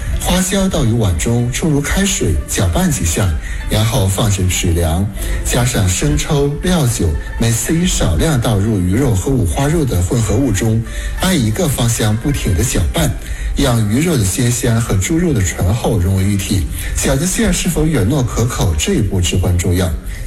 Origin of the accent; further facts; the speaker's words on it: Weihai, Shandong, China; 周围的人得知我是威海人时